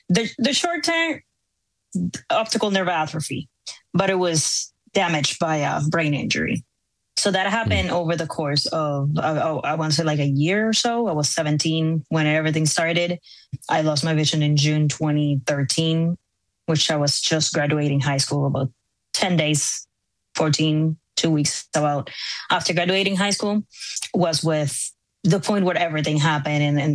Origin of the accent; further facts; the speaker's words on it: Puerto Rico; moved away as an adult; now in Massachusetts, United States; I was born here in Massachusetts, but in a couple of months after I was born, I went back to Puerto Rico and didn't come back to the U.S. to live.